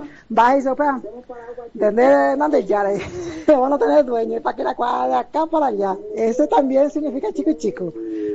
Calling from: Paraguay; Somos paraguayos, pero estamos en la frontera.

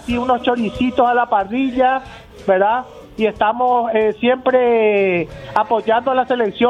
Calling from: San Lorenzo, Central, Paraguay; yo estoy acá en Asunción, yo estoy acá en San Lorenzo, en el barrio Laurel.

